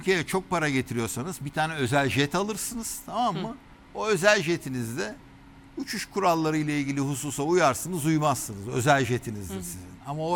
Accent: Balıkesir, Turkey; ben Balıkesirliyim

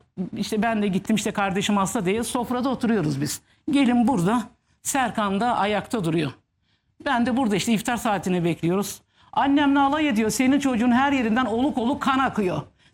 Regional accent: Istanbul, Turkey; Biz İstanbulluyuz normalde. Benim kardeşlerim, biz köyde büyüdük. Çocukken köyde geçti çocukluğumuz.

